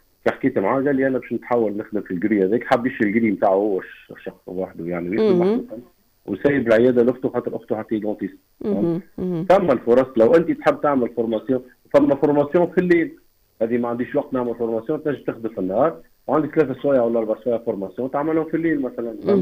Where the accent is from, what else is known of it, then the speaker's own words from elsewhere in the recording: Tunisia; accent: Tunisian; moved away; اللهجة نتاعنا نتاع تونس